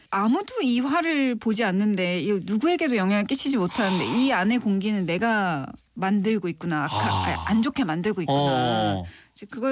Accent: Chungcheong, South Korea; 저희 어머니 아버지 저 고향이 충청도인데요.

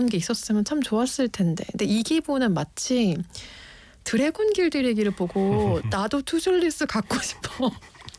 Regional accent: Seoul, South Korea; 제가 20살 이전에 살던 그 상도동 아파트를 몇번 가본 적이 있어요. 근데 저는 진짜 그야말로 아파트 키즈여서

